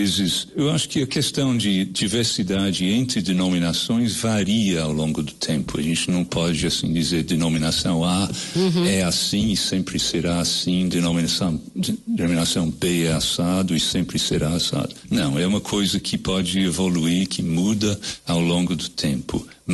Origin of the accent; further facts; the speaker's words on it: England, United Kingdom; born or raised there; Portuguese is a second language; now in Brazil